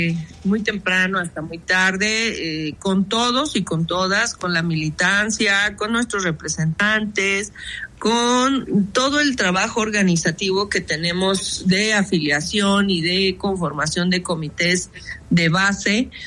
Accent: Mexico; incluso como mexicanos

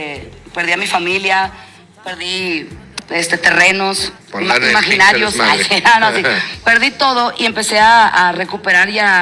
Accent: Monterrey, Nuevo León, Mexico; pues soy de Monterrey

